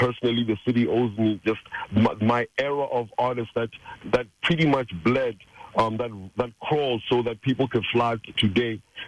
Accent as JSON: {"language": "English", "town": "Jwaneng", "region": "Southern District", "country": "Botswana", "tie": "born or raised there", "also_born_or_lived": "Francistown", "said": "I grew up in Jwaneng amongst like a golden era pretty much that, you know, Debswana had ushered in and afforded us, you know. So we had a cosmopolitan, multicultural environment."}